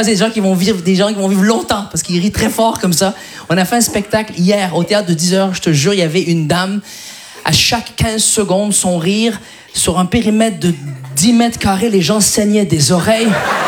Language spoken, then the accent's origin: French; Quebec, Canada; québécois, d'origine marocaine.